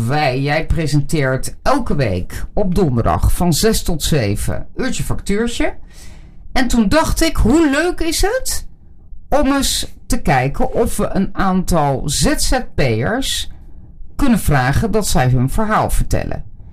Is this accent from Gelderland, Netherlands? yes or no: yes; Wageningen, Gelderland, Netherlands; Ik kom uit Wageningen. Dat is zeker een uur rijden.